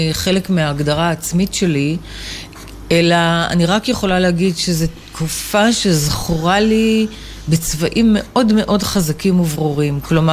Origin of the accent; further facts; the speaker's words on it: Tel Aviv, Tel Aviv District, Israel; גדלנו בשכונות של גנרלים.